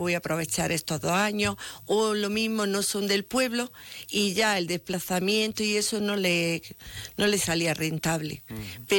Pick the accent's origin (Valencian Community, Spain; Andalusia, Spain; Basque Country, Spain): Andalusia, Spain; Vegas del Genil; siempre me doy una vuelta por Pursil, Ambre y Belicena y veo el estado en que se encuentra por la mañana mi pueblo.